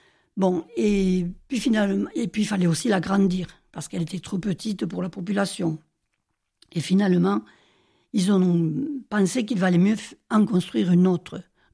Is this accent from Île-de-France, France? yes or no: no; Viterbe, Occitanie, France; moved away; je suis née à Viterbe et pendant les 20 premières années, j'allais à la messe